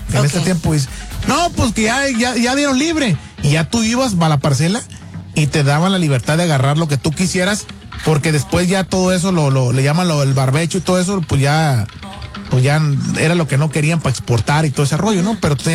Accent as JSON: {"language": "Spanish", "town": "Estación Capoma", "region": "Sinaloa", "country": "Mexico", "said": "Fíjate, yo me acuerdo cuando estaba morro que. Allá para donde soy yo, de Sinaloa, de Estación Capoma, Guasave, Sinaloa, México."}